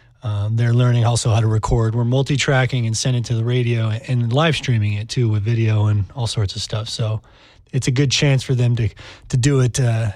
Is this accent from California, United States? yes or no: yes; San Diego, California, United States; I'm from San Diego, from East County.